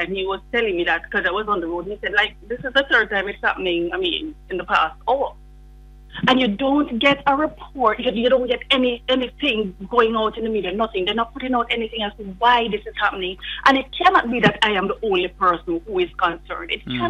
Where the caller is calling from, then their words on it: Portmore, Saint Catherine, Jamaica; So, I am calling from Portmore.